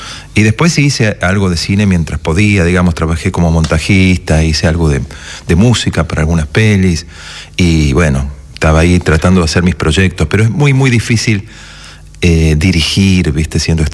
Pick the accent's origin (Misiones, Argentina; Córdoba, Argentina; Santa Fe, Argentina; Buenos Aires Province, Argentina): Córdoba, Argentina; also born or lived in Buenos Aires; Pasa que yo vine a vivir a Buenos Aires recién en el 95. Nací acá, pero me crié en Córdoba.